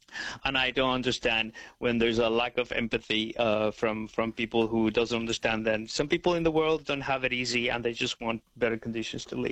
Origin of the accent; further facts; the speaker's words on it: Venezuela; In Venezuela, we watch a lot of Mexican stuff